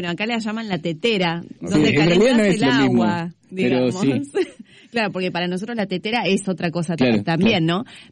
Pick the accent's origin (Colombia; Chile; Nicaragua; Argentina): Argentina; O como decimos en Argentina, ahí va otra